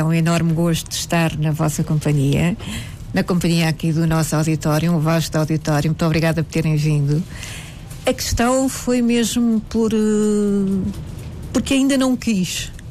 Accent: Sintra, Lisbon, Portugal; Sou de Sintra, nasci em Sintra. Eu não digo que sou de Sintra só porque vivo por lá perto, não. Eu nasci mesmo em Sintra, cresci em Sintra, estudei em Sintra, vivo no concelho de Sintra.

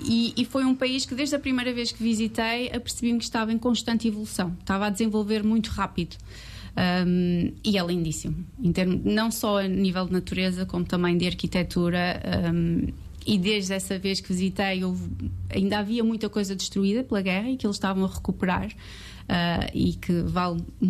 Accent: Aveiro, Centro, Portugal; also born or lived in Porto; Nasci cá, estudei no Porto, na altura da universidade, mas sempre estive em Aveiro.

